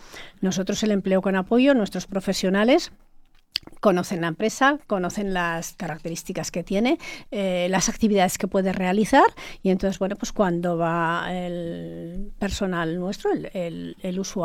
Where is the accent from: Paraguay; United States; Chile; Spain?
Spain; Cerler, Aragon; also born or lived in Fonz; Sí, soy de Cerler.